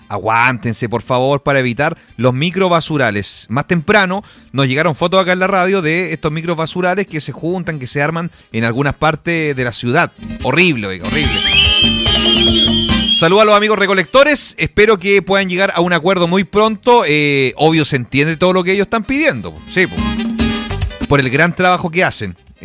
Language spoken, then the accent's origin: Spanish; Temuco, Araucanía, Chile; Hola, hola … soy de Temuco.